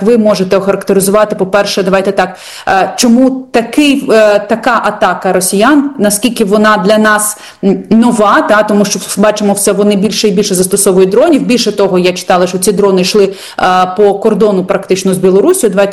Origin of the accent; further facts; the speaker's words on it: Lutsk, Volyn Oblast, Ukraine; now in Kyiv Oblast, Ukraine; мій рідний Луцьк